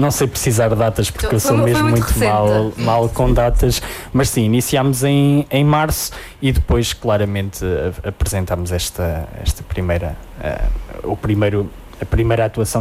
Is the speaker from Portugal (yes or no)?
yes; Arganil, Centro, Portugal; somos mesmo oriundos da vila de Erganil